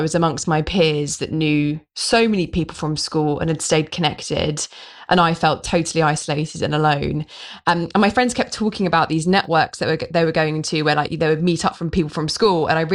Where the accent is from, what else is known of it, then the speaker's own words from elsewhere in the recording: Borehamwood, East of England, United Kingdom; also born or lived in Bristol; I grew up in Boreham Wood on a council estate